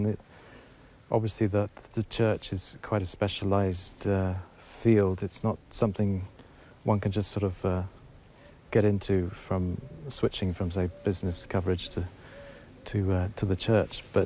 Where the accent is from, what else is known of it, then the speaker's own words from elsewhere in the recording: Canterbury, South East England, United Kingdom; It was I was brought up Anglican in Canterbury, in fact.